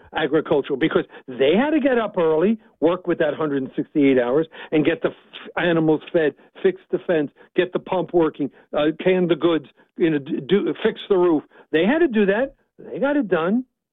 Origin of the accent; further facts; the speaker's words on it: New York, United States; I talk fast. I'm from New York, so I can do this.